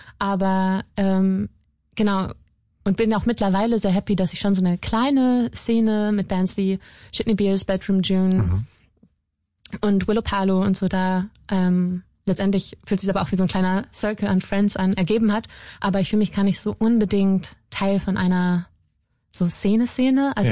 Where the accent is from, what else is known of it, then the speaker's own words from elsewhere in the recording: Hildesheim, Lower Saxony, Germany; now in Hamburg, Germany; Ursprünglich komme ich aus der Nähe von Hannover.